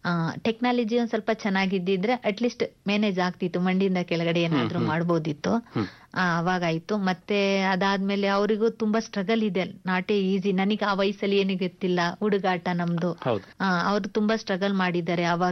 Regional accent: Kanchugara Koppalu, Karnataka, India; born or raised there

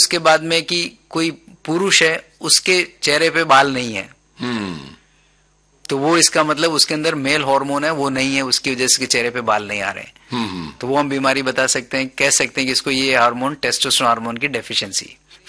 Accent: Rajasthan, India; तो ऐसे आपको मैं एग्जांपल देता हूं कि मैं राजस्थान का रहने वाला हूं और

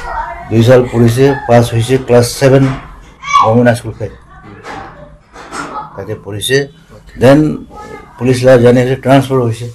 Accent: Nagaland, India; born or raised there; also born or lived in Dimapur

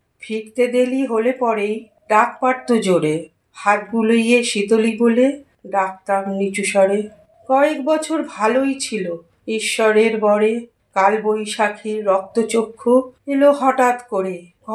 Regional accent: Kolkata, West Bengal, India; আমি উত্তর কলকাতায় শোভাবাজারে বড় হয়েছি, পড়াশোনা বলো যাই সেখানেই হয়েছে, কিন্তু আমার মামার বাড়িটি রানাঘাটে।

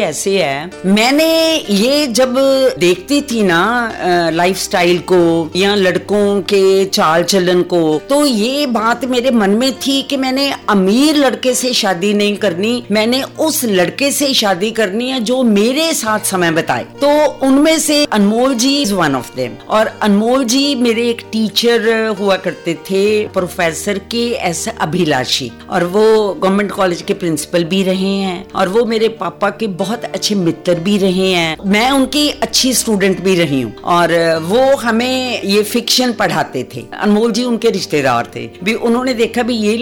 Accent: Ludhiana, Punjab, India; मैं एक इंडस्ट्रियलिस्ट की बेटी हूँ, लुधियाना में पली बड़ी

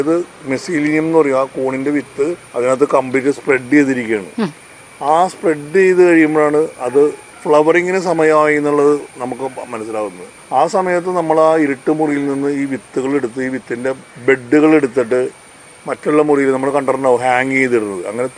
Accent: Kerala, India; ഇവിടെ ജനിച്ചു വളർന്നൊരു നാടായതുകൊണ്ട്

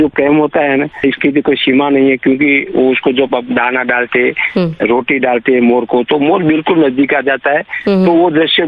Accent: Der, Gujarat, India; now in Ahmedabad, India; मेरा गाँव डेर है, तहसील जिला पाटन, वहाँ गोरैया बहुत है, अहमदाबाद में कम है।

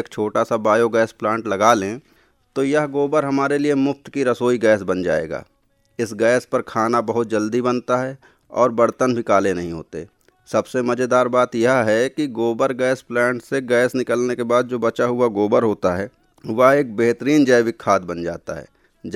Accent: Uttar Pradesh, India; हमारे उत्तर प्रदेश में, खास तौर पर अवध के इलाके में

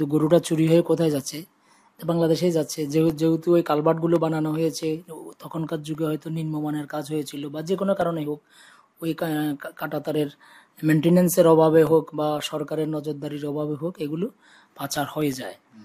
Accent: Ishanchandranagar, Tripura, India; এই আমাদের ত্রিপুরার ঈশানচন্দ্রনগর যে আমাদের গ্রামের যে স্কুল

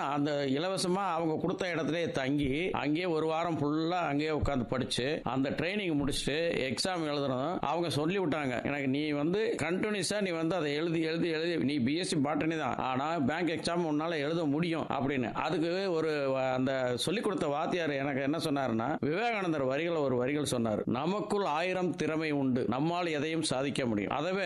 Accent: Kizhavikulam, Tamil Nadu, India; also born or lived in Ooty; ஊட்டியில தான் பிறந்தேன். 7வதுல இருந்து 11 வரைக்கும், அதாவது 11th ஸ்டாண்டர்ட், அப்பெல்லாம் 11th ஸ்டாண்டர்ட் தான் இருக்கும். அப்ப அந்த 11th ஸ்டாண்டர்ட் வரைக்கும் நாங்க ராஜபாளையம் பக்கத்துல கிழவிகுளம்னு சொல்லி ஒரு ஊர், அந்த கிராமத்துல ஒரு ஏழை விவசாய பையனா அங்க படிச்சேன்.

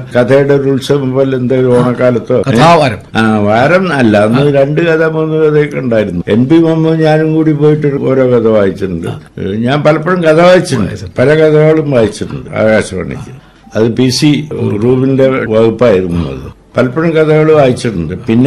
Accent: Kudallur, Kerala, India; born there; moved away; അപ്പൊ അങ്ങനത്തെ ഒരു സ്ഥലത്ത്, ഒരു ഗ്രാമത്തിലാണ് ജനിച്ചത്.

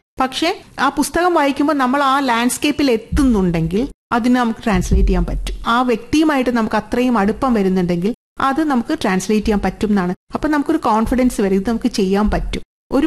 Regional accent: Kerala, India; ജപ്പാൻകാരിയല്ല, ജപ്പാനിൽ പോയിട്ടില്ല. അപ്പൊ ഞാൻ എത്ര ഇനി അങ്ങനെ ശ്രമിച്ചിട്ടും കാര്യമില്ല. അതുകൊണ്ട് ഞാനൊരു മലയാളി സ്വത്വത്ത് നിന്നുകൊണ്ട്

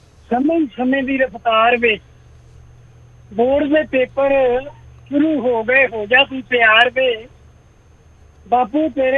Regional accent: Bhewa, Haryana, India; ਇੱਕ ਵਾਰੀ ਨਾ ਸਾਡੇ ਖੇਤ ਦਾ ਮੇਲਾ ਲੱਗਦਾ ਭੇਵਾ ਸ਼ਹਿਰ ਹਰਿਆਣੇ ਦੇ ਵਿੱਚ ਹੈ, ਉੱਥੇ ਰਹਿੰਦੇ ਸੀ

